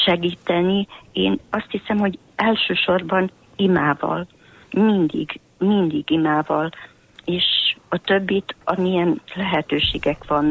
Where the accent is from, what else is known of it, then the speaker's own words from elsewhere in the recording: Toroszló, Hungary; born there; moved away as an adult; én toroszlói születésű vagyok, de 19 éves korom óta nem ott élek, de onnan van a szűzanya iránti nagy tiszteletem, és a hitem onnan hoztam magammal az életbe.